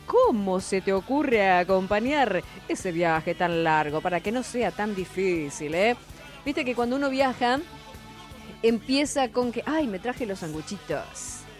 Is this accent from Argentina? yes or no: yes; La Pampa, Argentina; also born or lived in San Luis, Argentina; now in Cipolletti, Argentina; Así que nosotros somos nacidos allá, pero criados acá en La Pampa, y por elección elegimos la ciudad de Chipoleti en la provincia de Río Negro.